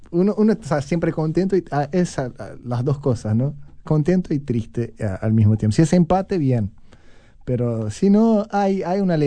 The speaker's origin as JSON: {"language": "Spanish", "country": "Brazil", "moved": "yes", "lives_now": "Uruguay", "said": "Yo soy, en eso soy un brasileño medio trucho."}